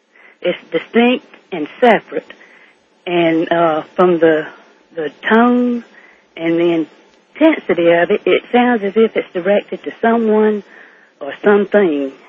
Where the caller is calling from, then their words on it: Georgia, United States; I'm calling from Georgia. Can you tell?